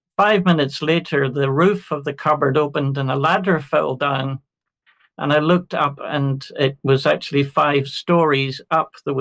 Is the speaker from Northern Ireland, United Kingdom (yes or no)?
yes; Glenavy, Northern Ireland, United Kingdom; I was born and brought up in Glenavian, County Antrim.